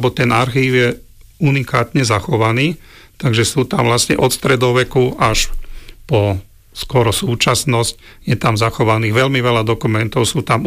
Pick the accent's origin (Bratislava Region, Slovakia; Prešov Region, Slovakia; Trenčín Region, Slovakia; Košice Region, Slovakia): Bratislava Region, Slovakia; Bratislava; pretože ja pochádzam z Karlovej Vsi